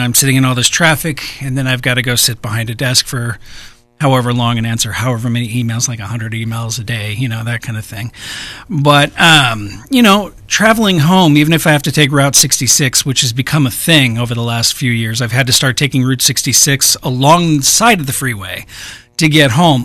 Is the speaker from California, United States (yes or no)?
yes; San Bernardino, California, United States; born there; also born or lived in Phelan, California; I actually grew up on Elm in San Bernardino. No joke. Elm Avenue in San Bernardino.